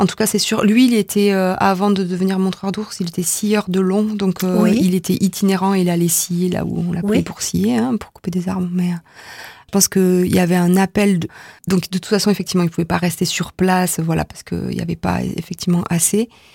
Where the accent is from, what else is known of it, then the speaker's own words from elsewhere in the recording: France; Mon ancêtre est rentré, donc je suis française. S'il n'était pas rentré, je serais maintenant américaine.